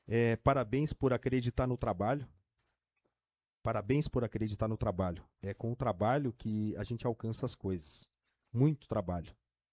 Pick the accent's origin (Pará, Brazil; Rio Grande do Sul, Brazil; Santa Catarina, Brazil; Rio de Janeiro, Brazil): Rio Grande do Sul, Brazil